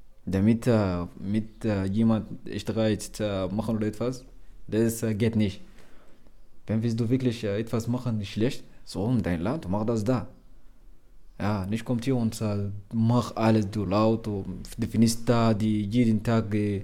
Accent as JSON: {"language": "German", "country": "Sudan", "second_language": "German", "moved": "as an adult", "lives_now": "Germany", "said": "Ich komme aus dem Sudan und ich kann Arabisch sehr, so gut."}